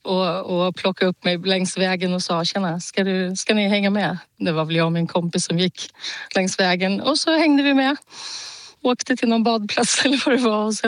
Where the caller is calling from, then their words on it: Nyköping, Södermanland, Sweden; jag är från Nyköping